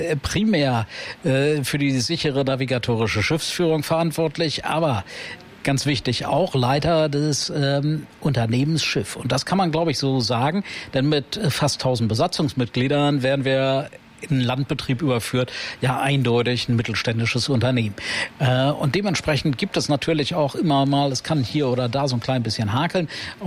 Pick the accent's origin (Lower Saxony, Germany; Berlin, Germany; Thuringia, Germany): Lower Saxony, Germany; moved away as an adult; also born or lived in Hanover; now in Fremantle, Australia; Also ich bin ja in Hannover geboren, in Niedersachsen aufgewachsen und die große weite Welt hat mich immer fasziniert. Ich lebe seit mittlerweile 30 Jahren in Australien